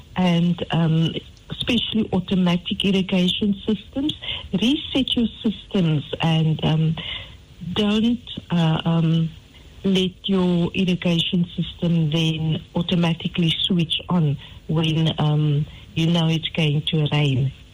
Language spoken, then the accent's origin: English; Western Cape, South Africa; now in Durban, South Africa; I'm originally from the Western Cape, and there's the dry summers, wet winters, and I've been to some other parts of the country as well, and the weather is quite different.